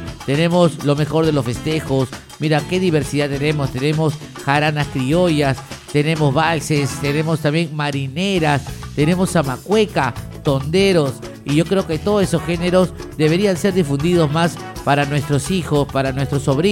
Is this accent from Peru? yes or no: yes; Peru; somos peruanos